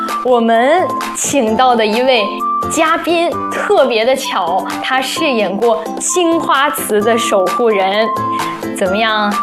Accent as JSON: {"language": "Chinese", "region": "Zhejiang", "country": "China", "tie": "born or raised there", "said": "然后我的家乡呢是在浙江"}